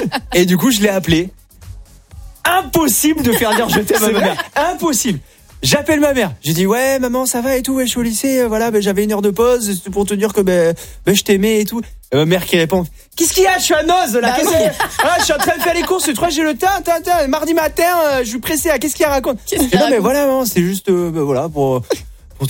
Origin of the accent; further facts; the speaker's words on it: Mont-de-Marsan, Nouvelle-Aquitaine, France; elle connaissait mes parents, je venais de Mont-Marsan, donc tout le monde se connaît un petit peu.